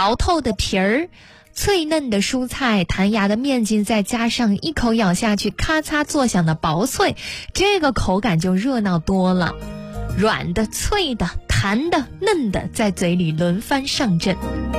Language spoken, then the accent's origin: Chinese; Xuzhou, Jiangsu, China; 这绝对是我们徐州人夏日专属的开胃救赎